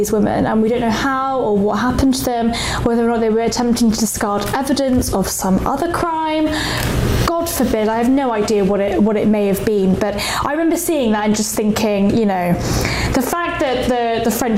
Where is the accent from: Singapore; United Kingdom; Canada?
United Kingdom; accent: British; moved away as an adult; now in Washington, D.C., United States; he heard that I had a British accent. He said, hi, are you British? And I said, yeah, I'm British.